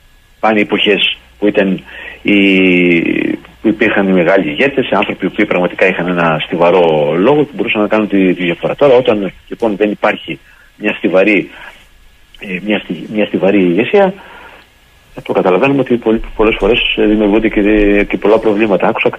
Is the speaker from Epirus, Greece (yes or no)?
yes; Tzoumerka, Epirus, Greece; εγώ έχω κρεμάσει την κάπα μου, λέμε στο χωριό μου, στην Ήπειρο, στα ορεινά και στα Τζουμέρκα τα ορεινά.